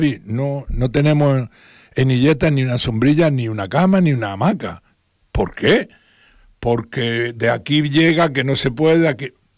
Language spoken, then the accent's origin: Spanish; Huércal-Overa, Andalusia, Spain; now in Ibiza, Spain; Tú crees que tú ven una persona, por ejemplo, de Huercaovera, a mi pueblo.